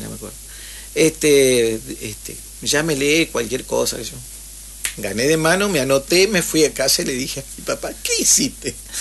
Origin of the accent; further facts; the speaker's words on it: Paraná, Entre Ríos, Argentina; born there; also born or lived in Maciá, Entre Ríos; yo tenía 9, 10 años cuando de Maciá salimos para Paraná.